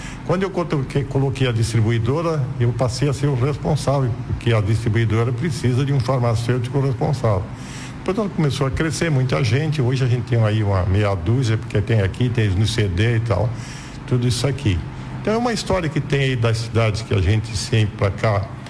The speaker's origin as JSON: {"language": "Portuguese", "town": "Gravatal", "region": "Santa Catarina", "country": "Brazil", "tie": "born there", "said": "Eu poderia dizer, nasci em Tubarão, porque eu digo, não, mas eu nasci em Gravatal, que é onde eu era o local hoje, até é Gravatal. Mas eu vim para cá com 13 anos aí, quer dizer."}